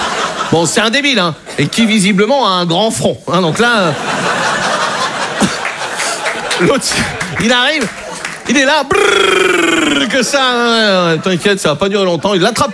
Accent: Brittany, France; Mais ça, cette ambiance, c'est parce que je suis breton.

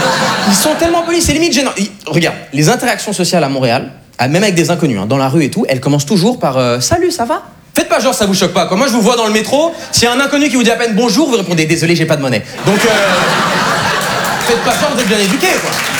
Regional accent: Switzerland; parce qu'en plus d'être suisse, je suis brésilien. Ouais, c'est bizarre, hein. J'ai une tête d'allemand, j'ai grandi en Suisse et j'ai de la famille en Amérique du Sud.

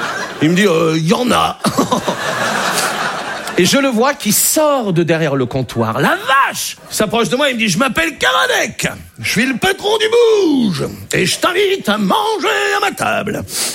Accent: Brittany, France; Je suis breton. Moi, j'ai été accepté en Bretagne.

